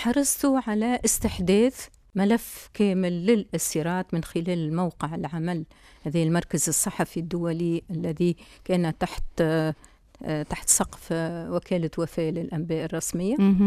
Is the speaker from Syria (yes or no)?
no; Palestine; أنا هكذا، لذلك أنا فلسطيني، أنا فلسطيني بما أملك من محافظة، وبما أملك من أدوات بسيطة أقاوم بها وجودي على هذه الأرض